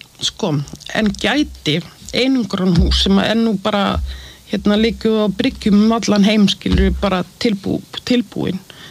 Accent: Reykjavík, Capital Region, Iceland; ég ólst upp í Breiðholtinu

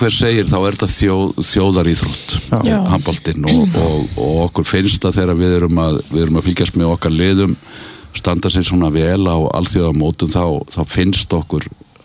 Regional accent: Reykjavik, Capital Region, Iceland; því að ég alinn upp í Voga hverfinu í Reykjavík

